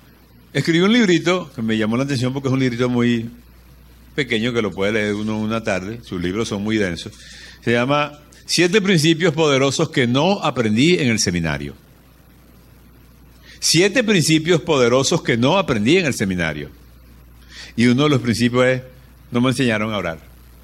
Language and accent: Spanish; Caracas, Capital District, Venezuela; buenos días, hermano … yo vengo de Caracas y vengo a hablarles de la oración.